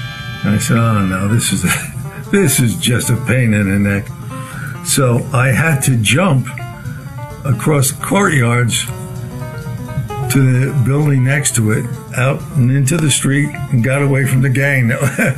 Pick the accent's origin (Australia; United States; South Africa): United States; Long Island, New York; I was born and raised in Long Island. We lived in a small house with my mother's parents, and there was my sister and my parents.